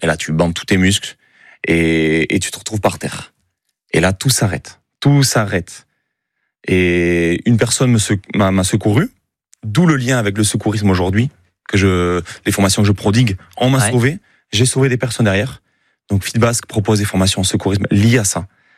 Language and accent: French; Boucau, Nouvelle-Aquitaine, France; C'était un rivalon moi au Boucau. J'ai grandi à Boucau